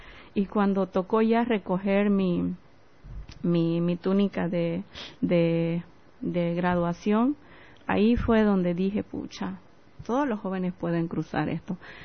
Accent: Bolivia; si hablo del territorio de donde yo vengo, no hay luz, no hay agua

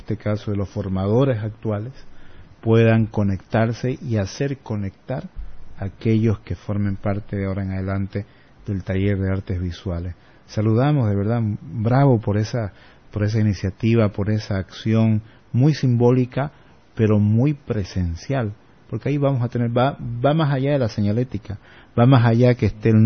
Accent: Santa Cruz, Bolivia; como cruceños y como bolivianos.

